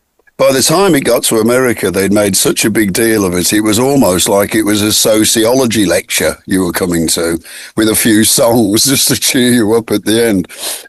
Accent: Midlands, United Kingdom; born or raised there

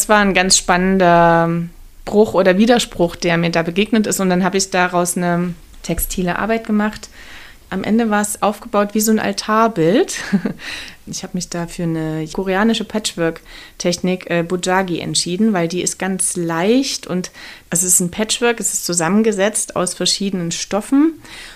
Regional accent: Saxony, Germany; habe ich das quasi mit der Landschaft meiner Herkunft, wo ich aufgewachsen bin, gemacht, das Erzgebirge, wo ich eigentlich immer erstmal weg wollte

